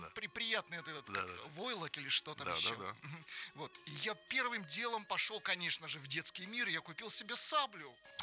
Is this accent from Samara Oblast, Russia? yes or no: no; Sochi, Krasnodar Krai, Russia; А я из Сочи, у меня не было теплых вещей.